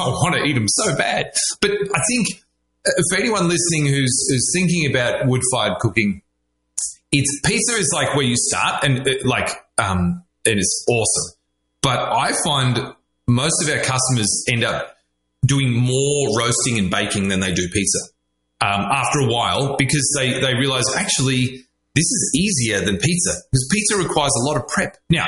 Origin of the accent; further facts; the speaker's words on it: Australia; accent: Australian